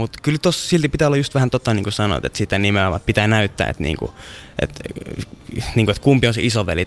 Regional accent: Rovaniemi, Lapland, Finland; moved away; also born or lived in Espoo; Tämä on mun kotikaupunki kuitenkin ja just niin kuin sanoin, täällä aloittanut silloin futiksen aikoina ja pelannut täällä paljon pelejä

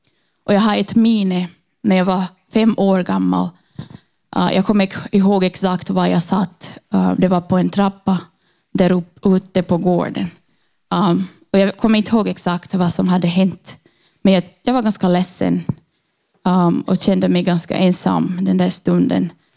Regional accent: Brazil; born or raised there; now in Finland

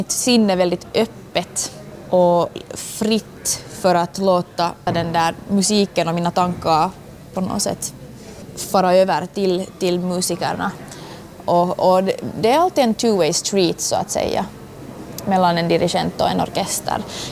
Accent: Helsinki, Uusimaa, Finland; Jag är dirigent, kommer från Helsingfors och lever livet.

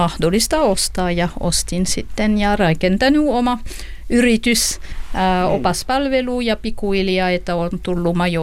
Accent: France; Finnish is a second language; now in Finland; Olen ranskalainen. Olen tullut tällä kylälle 2001.

